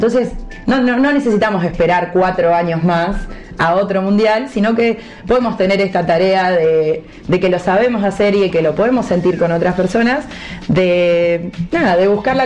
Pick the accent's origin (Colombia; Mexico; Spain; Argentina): Argentina